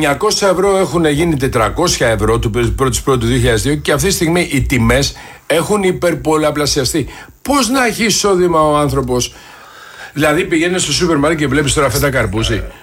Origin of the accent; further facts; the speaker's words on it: Greece; Ξέρεις πόσο με πονάει εμένα αυτό ως Έλληνα? Όχι σαν Έλληνα, ως Έλληνα.